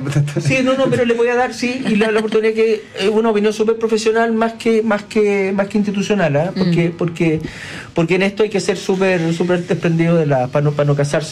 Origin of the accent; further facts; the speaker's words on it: Coquimbo, Chile; Yo, ¿a qué me dicen región de Coquimbo, don Luis Sail? Volvemos a mi tierra.